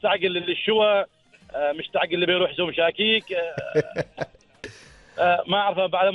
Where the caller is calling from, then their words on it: Samail, Ad Dakhiliyah, Oman; اكلمك حاليا من ولايه سمايل.